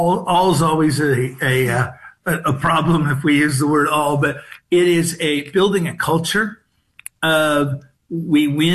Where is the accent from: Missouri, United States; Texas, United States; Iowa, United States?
Missouri, United States; growing up in Southwest Missouri, and my wife's a St. Louis native, so St. Louis has been home psychologically for 35 years, but growing up in Southwest Missouri